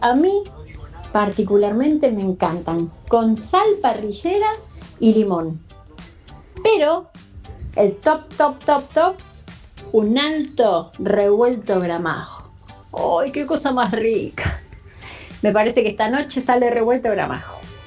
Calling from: Castelar, Buenos Aires Province, Argentina; de Castelar.

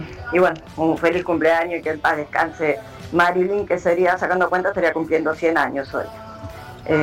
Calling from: Buenos Aires Province, Argentina; de Zona Oeste.

